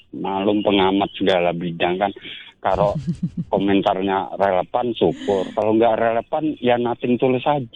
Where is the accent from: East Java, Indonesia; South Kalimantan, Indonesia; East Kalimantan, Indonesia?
East Kalimantan, Indonesia; now in Balikpapan, Indonesia; mulai dari saya kecil dulu itu, saya kan lahir di Kalimantan Timur.